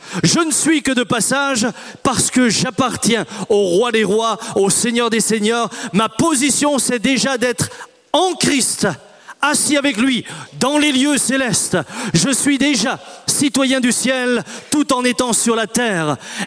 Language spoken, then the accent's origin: French; France; born there; Je suis né en France et je suis français.